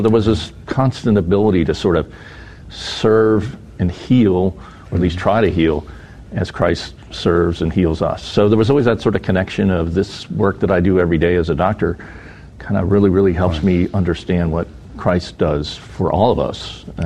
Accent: Pennsylvania, United States; I grew up in Pennsylvania.

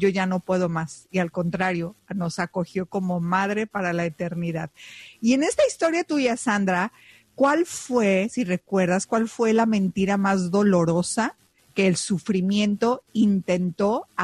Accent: Mexico; Yo soy de México y decimos no se rajó, que quiere decir que no tiró la toalla.

